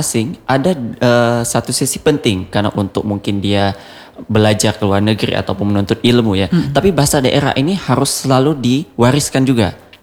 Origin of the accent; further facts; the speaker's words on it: Aceh, Indonesia; accent: Acehnese; first language Acehnese; Indonesian is a second language; saya selalu menggunakan bahasa daerah, bahasa ibu saya bahasa Aceh.